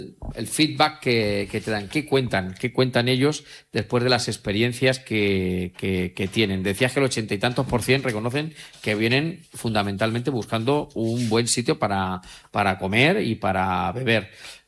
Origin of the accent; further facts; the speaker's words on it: Castilla-La Mancha, Spain; los salados que somos los manchegos